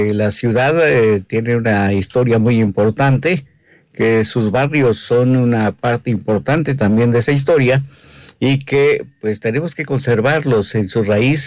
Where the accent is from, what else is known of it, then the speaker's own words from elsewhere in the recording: San Cristóbal de las Casas, Chiapas, Mexico; hemos perdido hasta nuestra forma de hablar porque los coletos hablamos de una forma muy especial y hay palabras que ya no utilizamos.